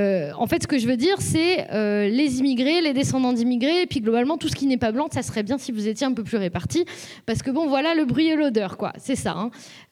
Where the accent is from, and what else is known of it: Lyon, Auvergne-Rhône-Alpes, France; now in Toulouse, France